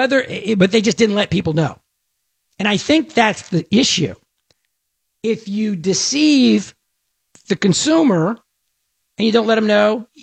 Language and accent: English; Texas, United States; I'm an American. I am a Texan.